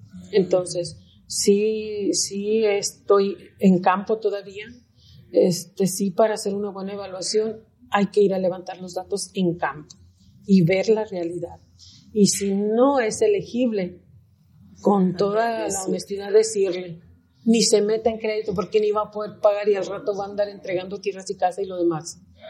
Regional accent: Jalisco, Mexico; Sabes que yo en Jalisco todavía tengo dos hermanos y mi madre. Y en algún momento de mi vida sí quiero ir

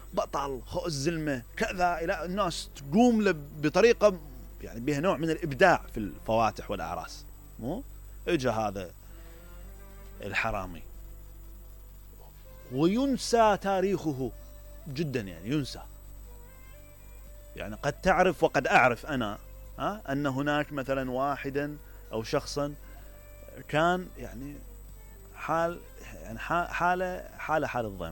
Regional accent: Basra, Basra Governorate, Iraq; born there; أنه أنا لماذا مثلا ولدت مثلا في البصرة مثلا، بينما غير يعني مع اعتزازنا طبعا بالمدينة وبناسها أكيد

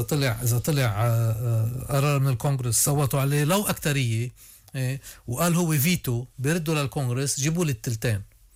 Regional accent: Lebanon; نحن لازم نتصرف كلبنانيين

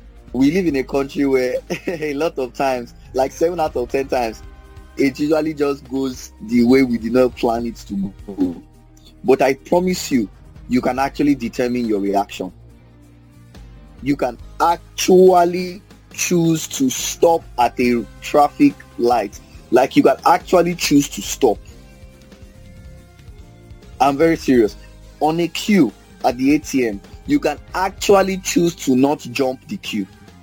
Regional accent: Nigeria; So I am talking to you as a Nigerian.

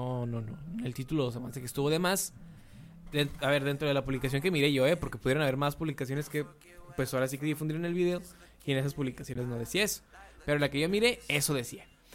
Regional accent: Mexico; todo lo que nos une como buenos mexicanos

